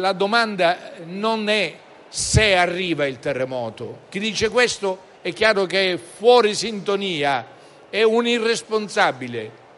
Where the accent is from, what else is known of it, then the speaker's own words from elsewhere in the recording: Sicily, Italy; Io sono siciliano, come sapete, quando ho tempo mi dedico alla storia della mia regione